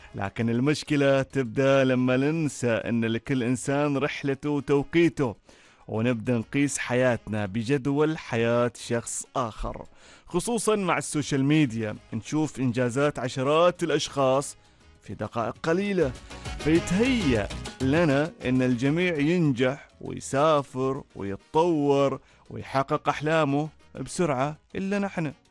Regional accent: Oman; وحين يقال من وين أنت يكفينا فخرا أن تكون الإجابة من عمان.

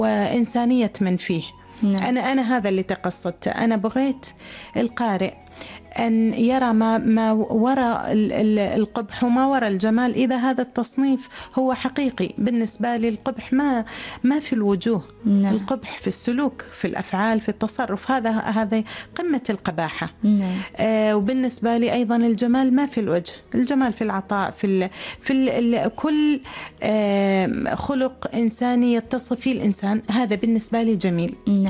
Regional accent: Oman; إحنا أنا كاتبة عمانية وصوت عماني، وعمان ما في معزل عن العالم

